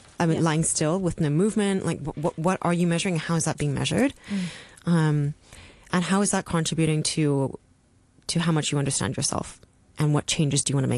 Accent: Hong Kong; I remember when I was growing up in Hong Kong, the food pyramid looked completely different to how my food pyramid would look now.

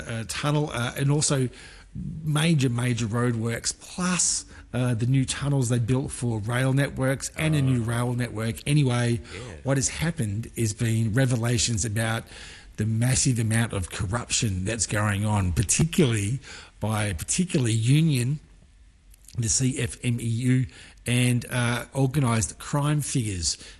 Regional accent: Melbourne, Victoria, Australia; born there; I can't answer that on the grounds that I was born in Melbourne.

